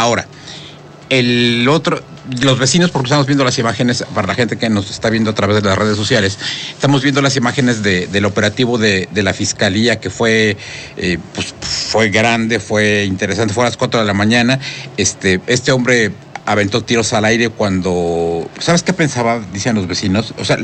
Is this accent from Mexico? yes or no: yes; Puebla, Mexico; nosotros como mexicanos o como poblanos